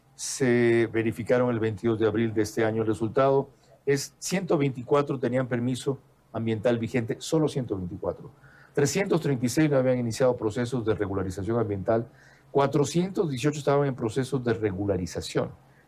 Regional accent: Ecuadorian coast, Ecuador; Como decimos los montubios en mi tierra.

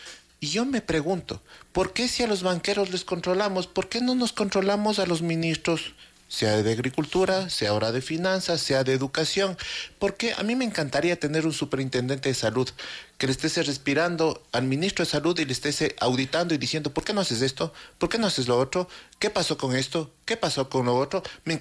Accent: Ecuador

